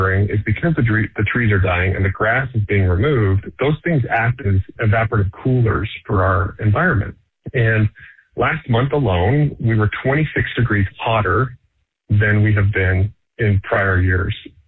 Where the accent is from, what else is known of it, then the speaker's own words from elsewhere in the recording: Arizona, United States; now in Las Vegas, United States; I grew up in Arizona. Phoenix doesn't ever cool off at night.